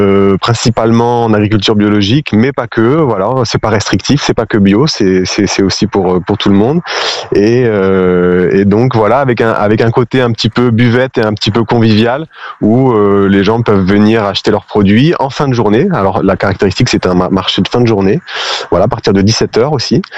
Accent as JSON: {"language": "French", "town": "Port-Sainte-Marie", "region": "Nouvelle-Aquitaine", "country": "France", "tie": "born or raised there", "said": "voilà, de démarrer ce nouveau marché vraiment au village où j'ai grandi à Port-Sainte-Marie."}